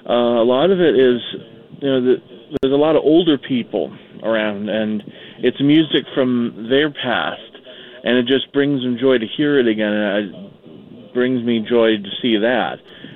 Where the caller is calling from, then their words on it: Youngstown, Ohio, United States; I'm a DJ in Youngstown